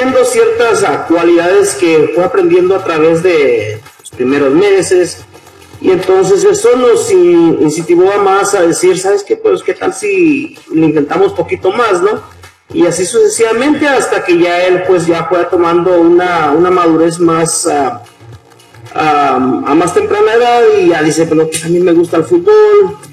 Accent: Guatemala; now in Arizona, United States

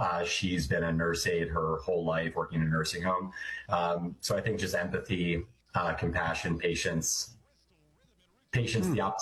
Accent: Pennsylvania, United States; Southeastern PA. I'm the youngest of four.

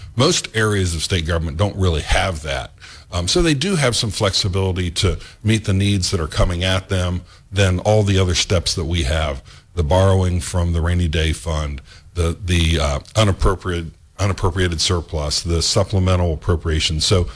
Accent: Morgantown, West Virginia, United States; born there; I came from Morgantown High.

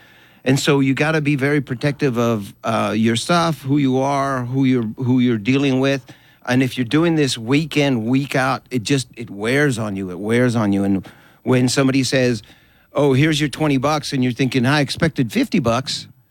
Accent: Rio Grande Valley, Texas, United States; South Texas, the Rio Grande Valley.

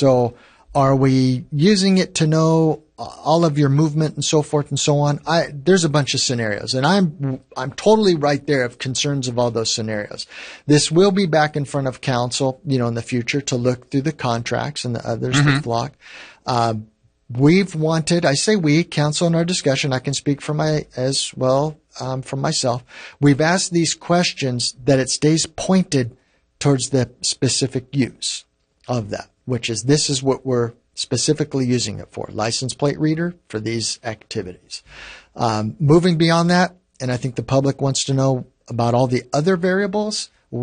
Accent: Tulare, California, United States; I grew up in Tulare. In the city limits itself since 1888.

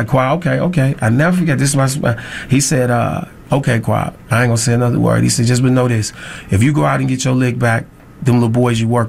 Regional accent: Chicago, Illinois, United States; I come from the Garfield Park area of Chicago, the drug capital, the heroin capital of the world at the time I was growing up.

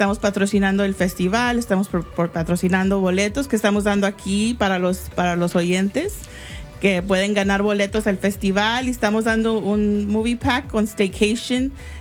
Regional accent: Texas, United States; de aquí, yo soy del Valle.

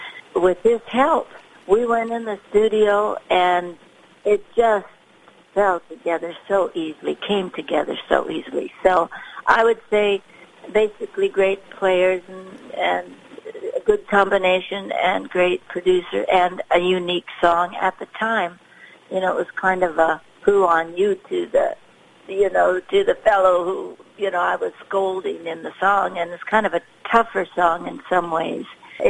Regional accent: Minnesota, United States; also born or lived in Fargo area, North Dakota; now in Nashville, United States; Now, in my day, Minnesota, I grew up in Minnesota and in the Fargo area, and of course I traveled a lot as I was young, always seeking out music and going who knows where. I was a bit of a gypsy and finally got smart and moved to Nashville.

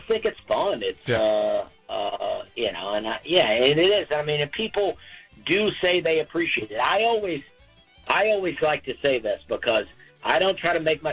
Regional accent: Alabama, United States; I grew up in Alabama. We didn't really travel a lot.

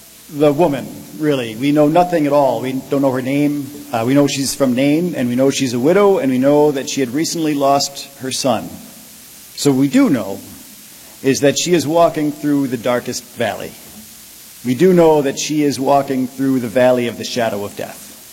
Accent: Red Wing, Minnesota, United States; But 2 weeks ago, I was home in my hometown in Red Wing.

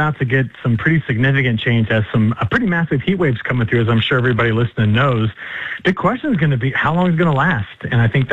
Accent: Illinois, United States; born there; there's tons of rain across my home state of Illinois. In fact, it's raining here right now.

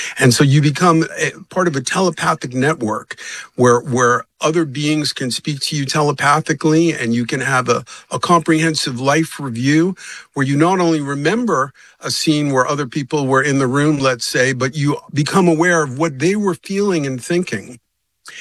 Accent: Bronx, New York, United States; And then when I grew up in the Bronx, I grew up listening to the Long John Nebel show, considered the forerunner of the whole paranormal radio.

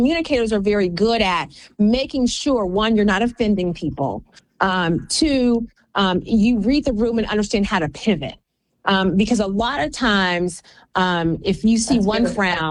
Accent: Athens, Georgia, United States; born or raised there

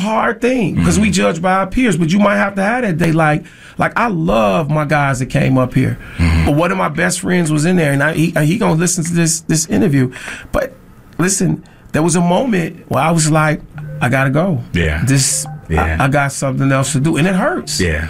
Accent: Chicago, Illinois, United States; I come from the Garfield Park area of Chicago, the drug capital, heroin capital of the world at the time I was growing up.

